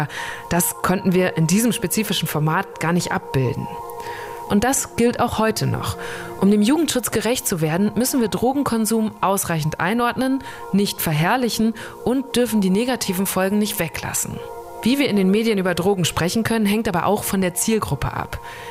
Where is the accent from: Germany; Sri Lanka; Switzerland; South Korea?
Germany; North Rhine-Westphalia; wir kommen beide aus dem Münsterland, wo auch, ne, direkt genau, an der holländischen Grenze